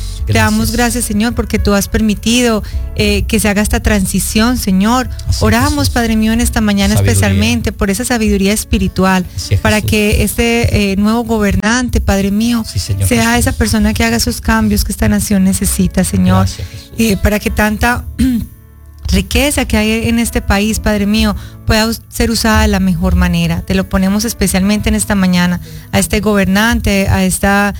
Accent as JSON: {"language": "Spanish", "country": "Colombia", "tie": "born there", "said": "Mi nación, yo digo que ya yo soy de Cristo, pero la bueno, nación, nací la en esta tierra hermosa, tierra bendita, como le decimos, gloria, Colombia."}